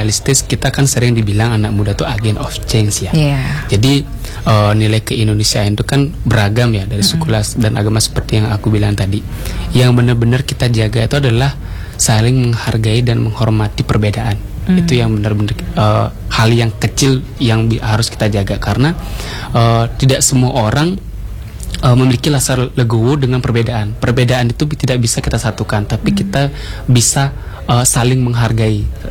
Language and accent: Indonesian; Bali, Indonesia; nilai kita sebagai seorang orang Bali, anak muda Bali itu pasti akan hilang.